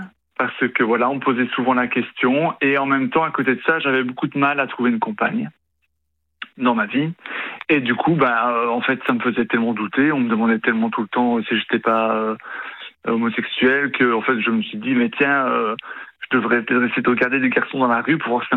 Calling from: Belgium; Oui, je viens de Belgique.

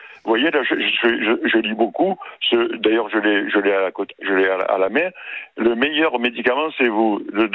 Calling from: Marseille, Provence-Alpes-Côte d'Azur, France; Je suis à Marseille.

